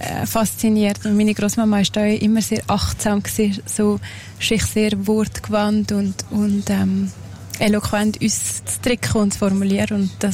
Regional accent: Valais, Switzerland; now in Canton of Zug, Switzerland; bin nichts anderes als Walliserin. Ich bin, glaube, schon sehr, ich bin sehr stark verwurzelt. Und ich merke auch, ich war letztens wieder in Oberga und habe gemerkt, da komme ich her und eigentlich nie noch sonst. Also ich kann mich nicht sehr gross mehr mit dem Kanton Zug identifizieren

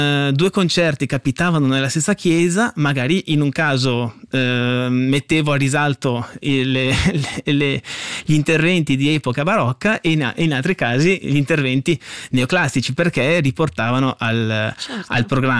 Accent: Trento, Trentino-Alto Adige, Italy; born there; la mia città di nascita. Io sono nato a Trento.

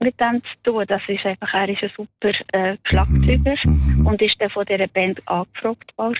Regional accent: Mümliswil, Solothurn, Switzerland; Der Drummer ist eben ein junger Mann aus meinem Heimatdorf, aus Mümliswil.

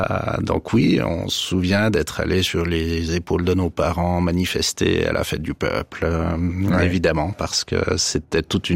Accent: Delémont, Jura, Switzerland; Moi, j'ai grandi à Delémont, donc on a grandi dans ce terrain d'indépendance

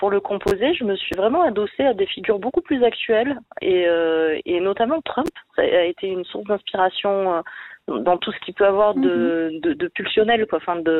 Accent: Provence-Alpes-Côte d'Azur, France; J'ai grandi dans les Hautes-Alpes et dans un rapport très très concret, très direct et très libre avec les éléments

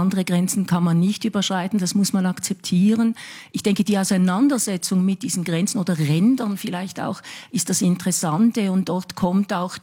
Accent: Switzerland; moved away; Ich lebe auf einer Insel, ich komme aus der Schweiz, ich bin aber auch immer wieder in der Schweiz. Ich bin zwischen diesen beiden Ländern

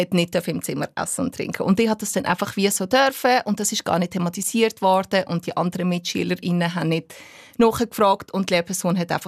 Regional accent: Albania; Und dann habe ich gesagt, ja, aber ich bin ja nicht aus einem arabischen Land, ich bin aus Albanien.

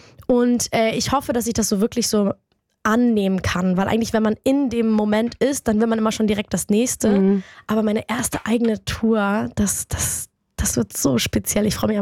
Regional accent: Hamburg, Germany; now in Berlin, Germany; ich komme aus Hamburg und ich wohne jetzt in Berlin, aber tief in mir drin bin ich ein Landkind.

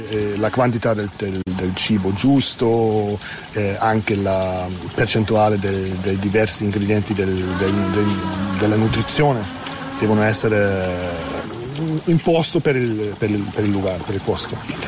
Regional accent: Baltic coast, Germany; Italian is a second language; moved away as an adult; now in Boa Vista, Cape Verde; Sono dalla Germania, dal mare Baltico, su, sono nato nel 1988 e sono a Capoverde dal 2019, fisso.

